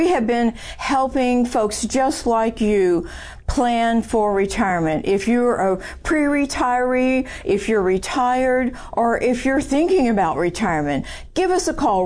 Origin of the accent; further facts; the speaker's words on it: San Antonio, Texas, United States; but we are from here. I was born in San Antonio. I'm a fifth generation Texan. We're deep-rooted.